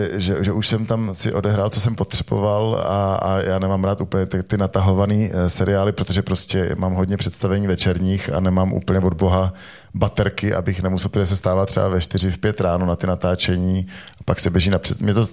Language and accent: Czech; Prague, Czechia; protože přece jenom jsem rodilý Pražák